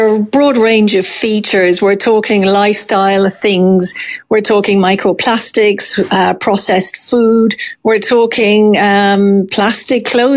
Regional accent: Ireland; as an Irish population

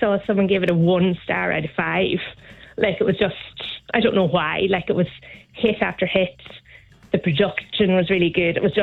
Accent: Ulster, Ireland; now in Galway, Ireland; I'm from Donegal, live in Galway.

